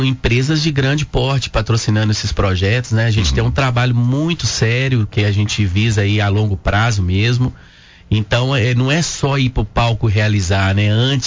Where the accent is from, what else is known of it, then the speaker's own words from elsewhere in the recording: Coronel Fabriciano, Minas Gerais, Brazil; Nascido e criado em Fabriciano